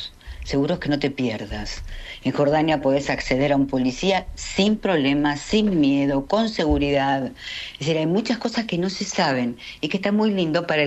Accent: Argentina; yo no soy jordana, soy argentina

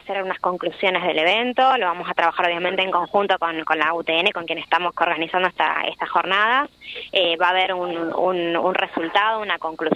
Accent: Argentina; temas que nos atraviesan a nivel regional, que nos atraviesan como argentinos

